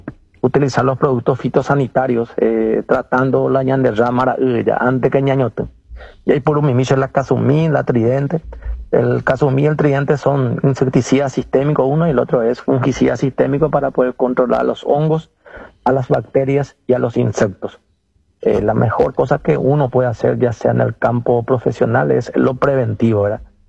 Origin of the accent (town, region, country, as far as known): Paraguay